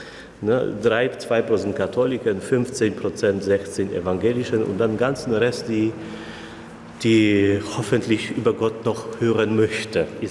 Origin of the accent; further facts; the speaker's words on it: Poland; German is a second language; das totale andere Welt, kann ich sagen, aus sich, aus meiner Heimat, hat sich auch viel geändert. Das ist fast wie vor der Wende, nach der Wende, wenn man das, den politischen Umbruch man bedenkt, das war so wie jetzt in Polen letzte Jahre.